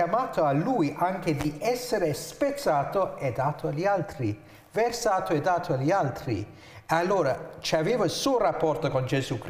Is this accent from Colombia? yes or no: no; India; come io sono indiano